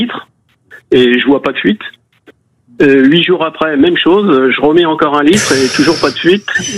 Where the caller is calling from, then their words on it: Nouvelle-Aquitaine, France; je suis entre Poitiers et Limoges, donc il fait très chaud.